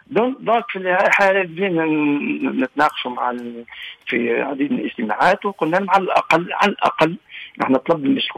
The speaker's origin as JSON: {"language": "Arabic", "country": "Tunisia", "moved": "as an adult", "lives_now": "France", "said": "أنا تونسي"}